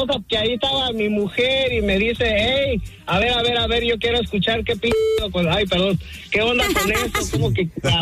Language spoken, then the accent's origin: Spanish; Michoacán, Mexico; Ya desde mi tierra natal, Michoacán, vale, y...